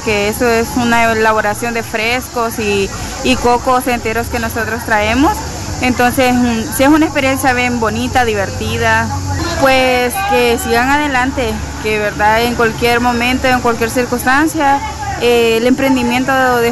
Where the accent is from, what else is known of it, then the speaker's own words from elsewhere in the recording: Isla San Sebastián, Usulután, El Salvador; vengo de Isla San Sebastián, municipio de San Dionisio.